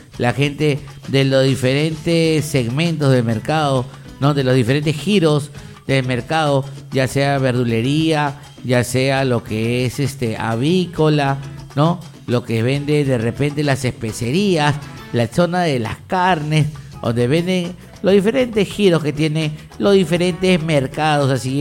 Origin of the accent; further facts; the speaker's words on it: Peru; nosotros podemos ser de cualquier parte, pero somos peruanos todos.